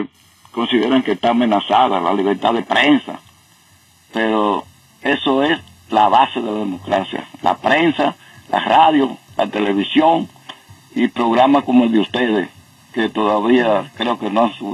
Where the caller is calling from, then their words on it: New Jersey, United States; Oh, New Jersey.